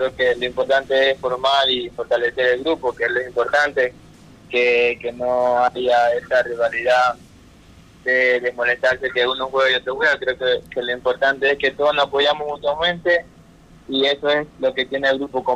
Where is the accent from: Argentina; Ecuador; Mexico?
Ecuador; Portoviejo, Manabí; como manavita, como puertorriqueño